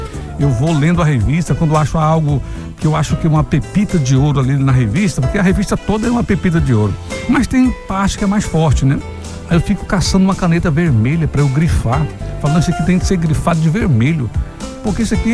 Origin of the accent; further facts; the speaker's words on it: Gurupi, Tocantins, Brazil; moved away; Eu sou de Gurupi, lá havia umas divisões nas batistas lá e também nas presbiterianas.